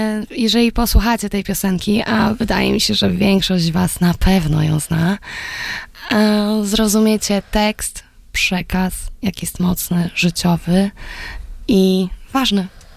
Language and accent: Polish; Biskupiec, Warmian-Masurian Voivodeship, Poland; now in Luton, United Kingdom; Pochodzę z Warmii i Mazur, z pięknego miasteczka Biskupiec. Pozdrawiam wszystkich, jeżeli mnie tam słuchacie.